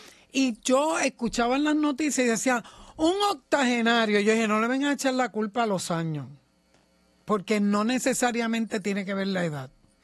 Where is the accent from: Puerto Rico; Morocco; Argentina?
Puerto Rico; Nosotros somos puertorriqueños